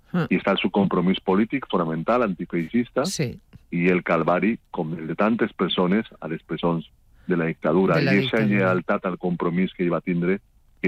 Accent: Novelda, Valencian Community, Spain; al meu poble, Nubalda

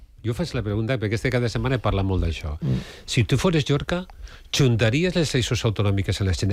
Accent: Valencian Community, Spain; soc de Patrais.

